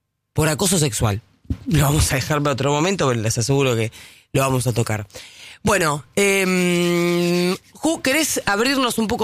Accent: Argentina; de los que somos capaces los argentinos cuando nos ponemos de acuerdo.

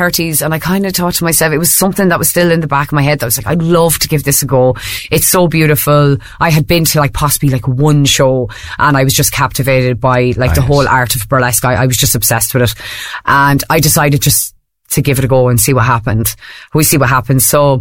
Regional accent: Ireland; a woman growing up in Ireland and in a Catholic Ireland

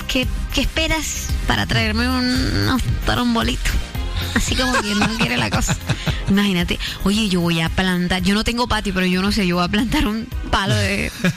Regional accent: Coveñas, Sucre, Colombia; yo me crié en Coveñas con mi familia materna

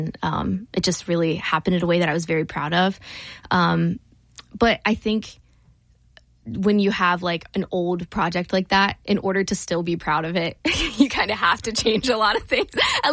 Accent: Chillicothe, Ohio, United States; moved away as an adult; now in Columbus, United States; I grew up in Chillicothe originally. Okay. Yeah, I moved here in August of 24, so I'm somewhat new to Columbus, but yeah, I grew up in a little farm about 20 minutes outside of Chillicothe

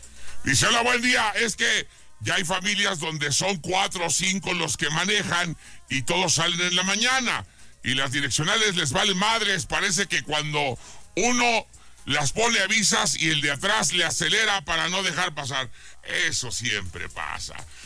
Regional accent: Mexico; Pero pensar, somos mexicanos. Y pues podemos andar donde se nos dé nuestra chingada gana, ¿no?

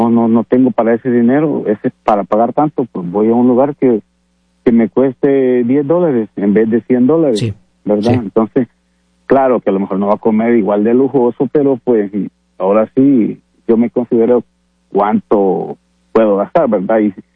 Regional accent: El Salvador; yo soy de El Salvador también

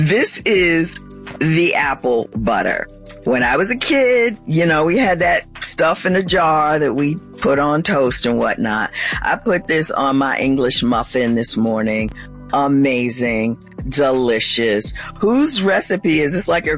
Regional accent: North Carolina, United States; I'm from North Carolina. I know how to do it.

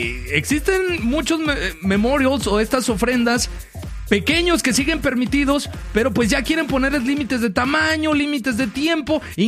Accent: Mexico; uno como mexicano, uno como latino, ¿verdad? Tiende a poner... Mexicano más que nada.

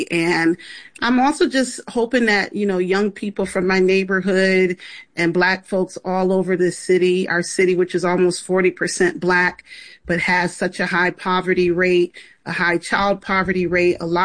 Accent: Rochester, New York, United States; I'm just ready to have a blackety-black show in Rochester, my hometown.

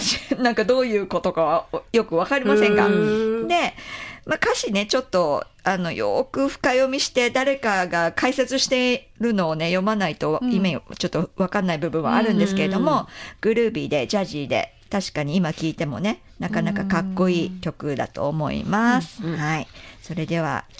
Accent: Fukuoka, Japan; also born or lived in Saitama; 生まれは埼玉県で、うん、お父さんの仕事の関係で、うん、小学生の時に福岡県へ移り住んだことになったんですけれども

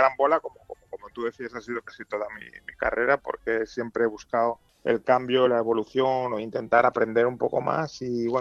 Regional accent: Llíria, Valencian Community, Spain; de 50 años, 51 años, he cumplido 51 años y el tiempo pasa, ¿no? Y el poder haber tenido ese homenaje en mi pueblo, en Llíria

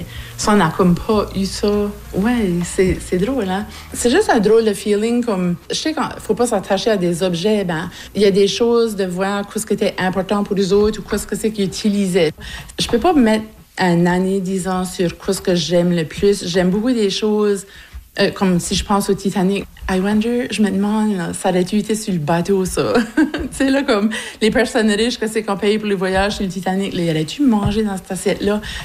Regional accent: Shediac Ridge, New Brunswick, Canada; moved away as an adult; now in Pleasant Ridge, Canada; j'ai 51 ans. Je suis originaire de Shediac Ridge, autrement connue maintenant comme Roserville. Puis j'habite Pleasant Ridge depuis 1998, ça fait que j'ai deux chez nous à ce temps.

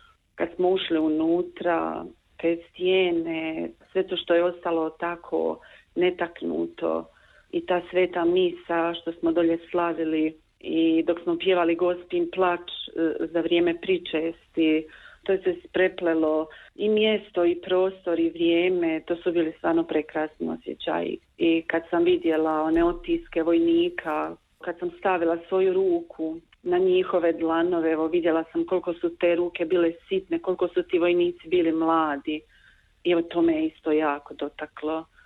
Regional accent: Gorica-Sovići, Federation of Bosnia and Herzegovina, Bosnia & Herzegovina; dolazim iz Župe Gorica Sovići, u toj župi sam odrasla, tu sam se udala, podigla svoju obitelj.

